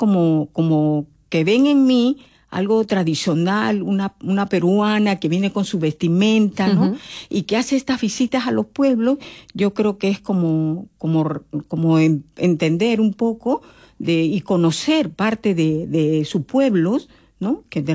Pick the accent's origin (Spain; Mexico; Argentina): Spain; Andalusia; Por eso que yo siempre digo, yo soy de Almería.